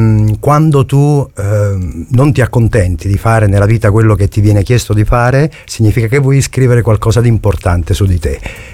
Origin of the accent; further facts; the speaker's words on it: Torre del Greco, Campania, Italy; moved away; also born or lived in Rome; Io vengo da, sono nato a Roma, ma sono vissuto, la mia adolescenza è stata vissuta tra i vicoli della provincia di Napoli, a Torre del Greco